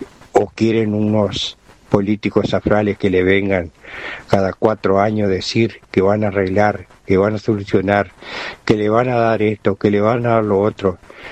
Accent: Salto, Uruguay; como salteños, donde vivimos, donde trabajamos, donde tenemos nuestros hijos, donde crecieron nuestros padres, donde nuestros padres hoy en día están descansando, donde tenemos amigos, familiares.

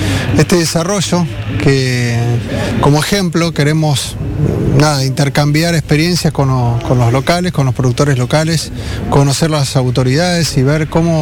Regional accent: Concordia, Entre Ríos, Argentina; En Concordia, más bien, la fruticultura es un poco lo que nos identifica

